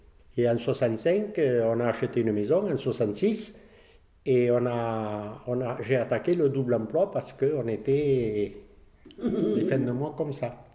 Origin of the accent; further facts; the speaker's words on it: Crespin, Occitanie, France; born there; Je suis né à Crespin, sur le barrage Saint-Géraud.